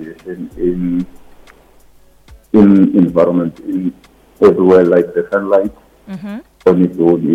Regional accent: Venda, Limpopo, South Africa; I'm from Madumbija, Limpopo, in Venda.

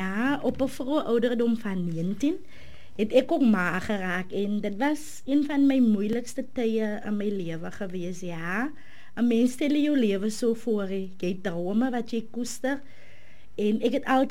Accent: Oudtshoorn, Western Cape, South Africa; ek is een boerling van Oudtshoorn my hele leven lang. Ek het in die straat van Dysakort, soos hulle sê, daar by om een, die fishery.

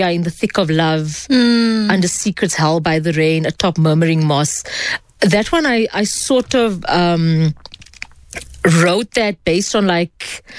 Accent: South Africa; The common theme just maybe being a woman, a Muslim woman, Muslim Indian woman growing up in South Africa, yes.

